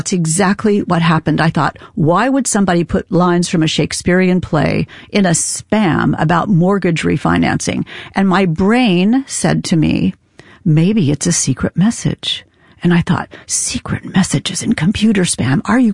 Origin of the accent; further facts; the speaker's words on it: Indiana, United States; now in Boston, United States; I grew up in Indiana, in really rural Indiana.